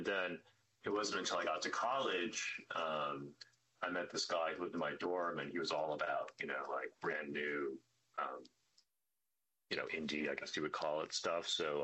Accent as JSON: {"language": "English", "country": "United States", "also_born_or_lived": "Scotland", "moved": "as an adult", "lives_now": "New York, United States", "said": "I'm American, you know, literally off the boat or off the plane."}